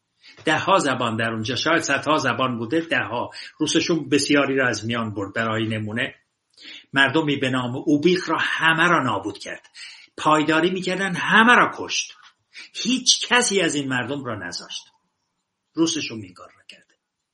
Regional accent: Iran; من نخستین ایرانی هستم یا تنها ایرانی هستم که سرلشکر گوهر دوده را دیدم.

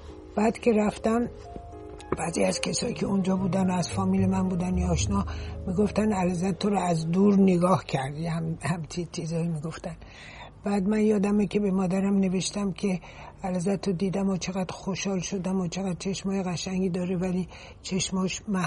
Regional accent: Iran; یه دفعه یک کسی پرسید شما از کجا هستین، من که گفتم ما ایرانی هستیم، اینجوری کرد گفت کنی برز، یعنی آدم خور

